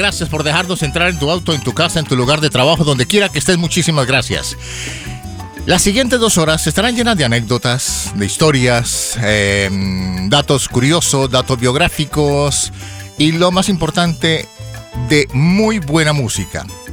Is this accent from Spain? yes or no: no; Colombia; Chefi Ramírez y este servidor somos colombianos.